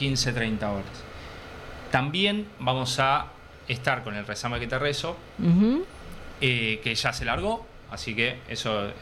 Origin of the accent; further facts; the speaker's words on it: Buenos Aires, Argentina; el barrio de Liniers.